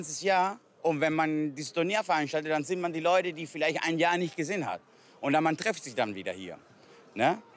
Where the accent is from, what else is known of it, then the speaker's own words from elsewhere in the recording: Chile; now in Hamburg, Germany; Also ich komme aus Chile, sie aus Mexiko.